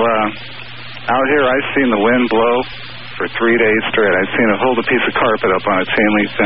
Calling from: Pahrump, Nevada, United States

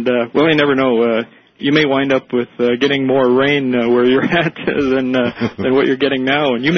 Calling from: Oslo, Norway; I'm calling from Oslo, Norway.

